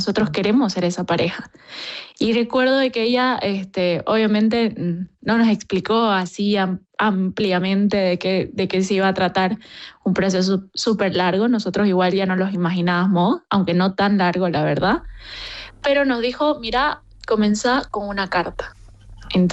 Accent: Bolivia; yo como boliviana tenía todo el derecho de pedirlo

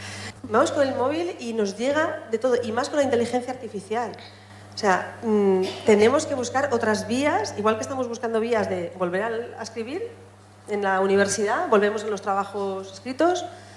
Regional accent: Sagunto, Valencian Community, Spain; yo soy de Sagunto

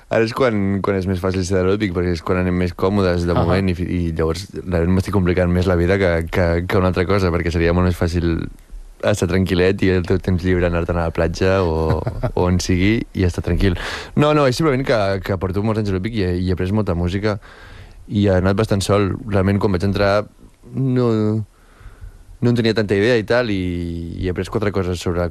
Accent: Espolla, Catalonia, Spain; Jo soc d'Espolla

